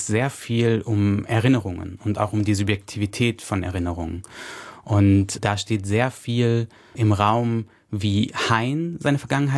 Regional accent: North Rhine-Westphalia, Germany; Ich bin im kleinen Ort in NRW aufgewachsen

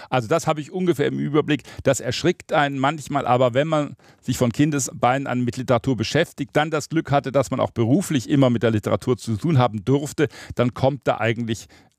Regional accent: Swabia, Germany; moved away; Ich komme aus Schwaben, bin also von pietistischem Fleiß geprägt.

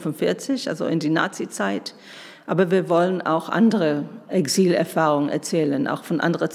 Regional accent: United Kingdom; German is a second language; Ich komme aus Großbritannien, da ist dieses Konzept ein Hausmuseum sehr, sehr bekannt.

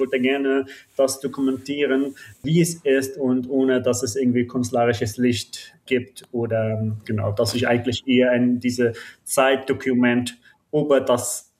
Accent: Syria; Wir arbeiten daran als syrische Filmemacher und Macherin. Für mich war es wichtig, dass das also meine Heimat in dieser Zeitphase begleite

